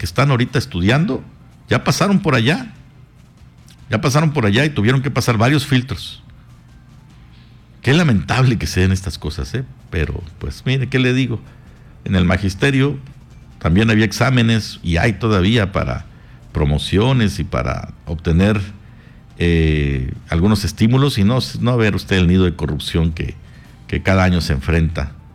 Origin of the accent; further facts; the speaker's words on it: Mexico; lo que somos como mexicanos